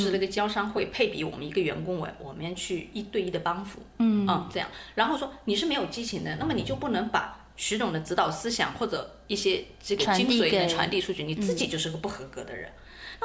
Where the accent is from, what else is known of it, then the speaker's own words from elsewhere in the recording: Jiangsu, China; 然后你知道我是江苏人